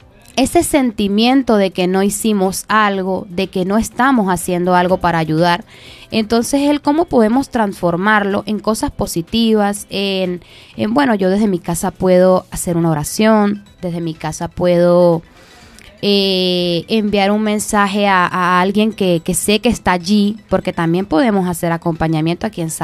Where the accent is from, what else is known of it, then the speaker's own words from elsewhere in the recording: Venezuela; moved away; eso nos mueve a todos como venezolanos, como humanos